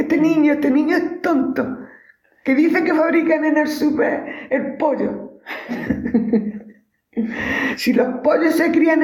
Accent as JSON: {"language": "Spanish", "town": "Huéscar", "region": "Andalusia", "country": "Spain", "tie": "born or raised there", "moved": "as an adult", "lives_now": "Granada, Spain"}